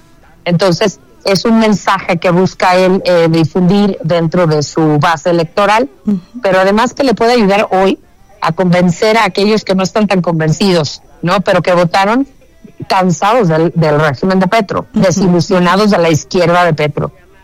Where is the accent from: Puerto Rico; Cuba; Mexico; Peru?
Mexico